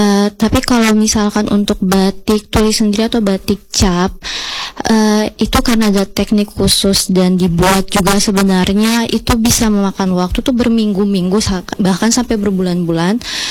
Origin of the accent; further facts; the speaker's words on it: Biak, Papua, Indonesia; kita Biak